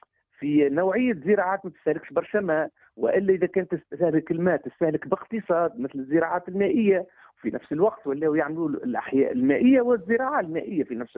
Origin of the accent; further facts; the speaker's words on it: Tunisia; عندنا في تونس